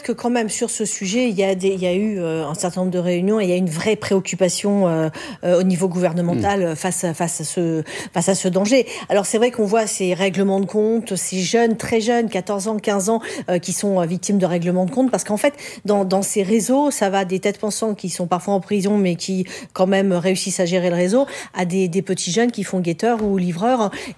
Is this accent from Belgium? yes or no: no; Dijon, Bourgogne-Franche-Comté, France; Je suis originaire de Dijon.